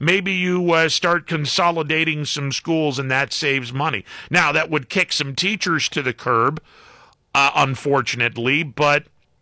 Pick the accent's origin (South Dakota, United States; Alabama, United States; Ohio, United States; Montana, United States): Ohio, United States; Columbiana County; I grew up in Columbiana County.